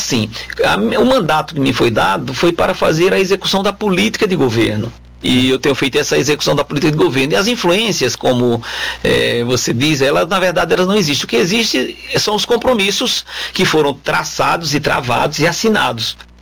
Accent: Bom Conselho, Pernambuco, Brazil; Eu sou pernambucano. Eu sou lá de Bom Conselho.

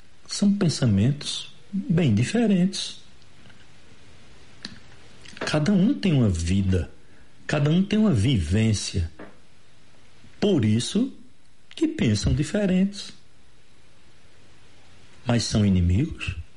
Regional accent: Pernambuco, Brazil; A gente é de uma região do Agreste, do Sertão, que sofre com a seca.

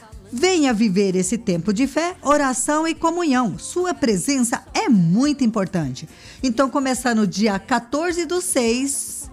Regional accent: Pernambuco, Brazil; moved away; Eu sou do Pernambuco, né, gente? Eu sou da terra do frevo.

